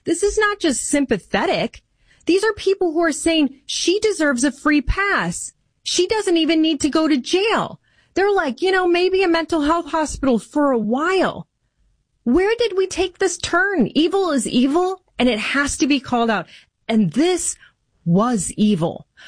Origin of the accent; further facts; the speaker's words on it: Michigan, United States; Michigan congressional candidate Michael Bouchard joins us on the political fight happening in my home state of Michigan.